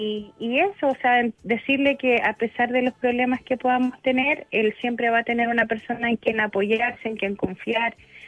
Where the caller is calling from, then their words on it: Pudahuel, Santiago Metropolitan Region, Chile; Bueno, yo lo estoy llamando de Pudahuel.